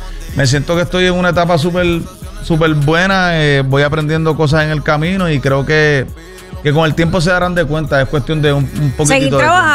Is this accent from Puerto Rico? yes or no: yes; Cataño, Puerto Rico; Hansel, pues, es un muchacho que es nacido y criado conmigo, somos del mismo pueblo, somos de Cataño, nos conocemos mucho antes de la música, ¿verdad?